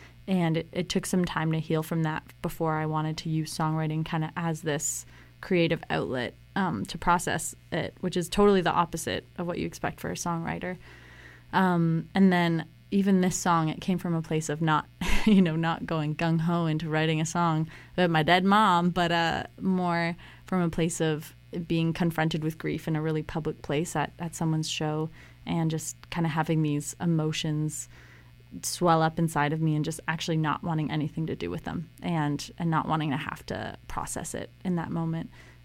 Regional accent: Barrie, Ontario, Canada; I get made fun of so much for being from Barrie.

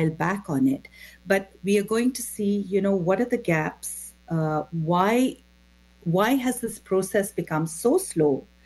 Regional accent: India; moved away as an adult; now in Canada; I immigrated to Canada from India, and I was already a mortgage consultant, teacher, and a script writer in my previous life.

